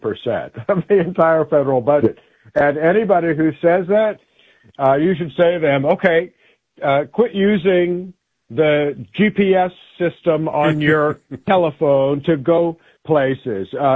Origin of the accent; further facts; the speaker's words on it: Huntsville, Alabama, United States; I grew up in Huntsville, Alabama, known as Rocket City, USA, where some of our first rockets were developed in the 1950s